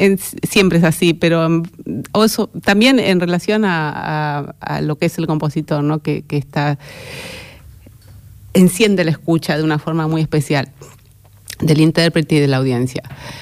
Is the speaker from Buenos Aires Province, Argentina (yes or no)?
yes; La Plata, Buenos Aires Province, Argentina; moved away; 20 años, 21 años, luego de terminar el conservatorio, en La Plata, yo soy de La Plata